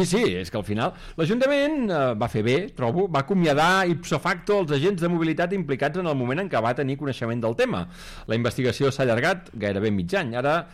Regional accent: Caldes de Montbui, Catalonia, Spain; Vaig a l'hora i mitja aquesta gratis que tenim els calderins.

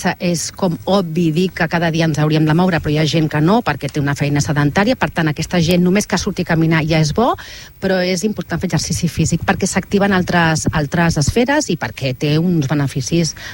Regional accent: Barcelona, Catalonia, Spain; now in Altafulla, Spain; com a Barcelonina afincada a Altafulla

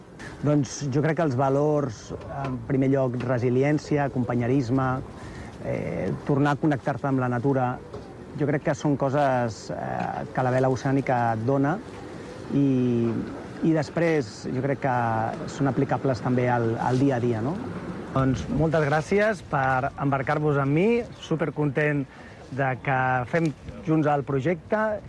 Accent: Barcelona, Catalonia, Spain; tinc 44 anys, soc de Barcelona

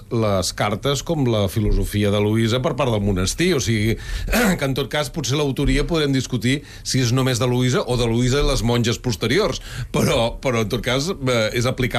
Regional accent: Catalonia, Spain; Aquest és un cas que ens toca, diguéssim, com a catalans, molt directament

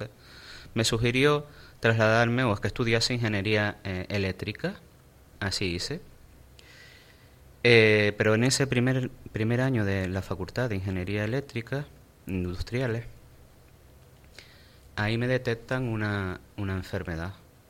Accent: Sardina del Sur, Canary Islands, Spain; born there; Yo nací en Sardina del Sur, en un pueblo de la zona sureste de la isla Gran Canaria.

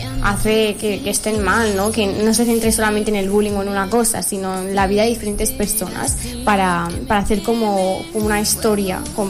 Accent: L'Hospitalet de Llobregat, Catalonia, Spain; Yo soy de Hospitalet. ¡Olé! Hospitalet de Llobregat.

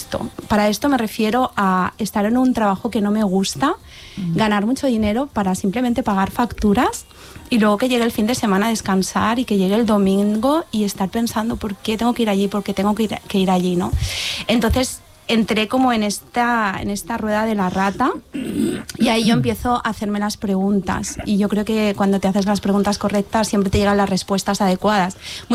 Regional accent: Barcelona, Catalonia, Spain; Sí, sóc de Barcelona.

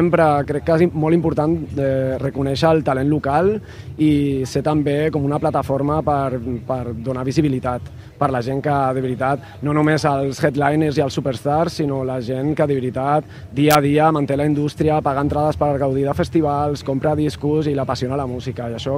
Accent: Murcia, Region of Murcia, Spain; Catalan is a second language; now in Barcelona, Spain; Jo sóc de Múrcia, però xerraré en català

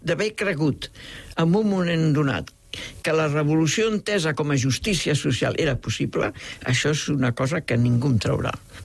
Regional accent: France; Catalan is a second language; En aquell moment era París, era França, jo vinc de França, però jo estimo els Estats Units amb tot el cor, inclús ara.

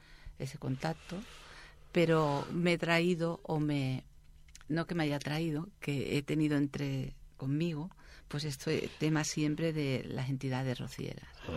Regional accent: Seville, Andalusia, Spain; now in Catalonia, Spain; Sí, soy de Sevilla.

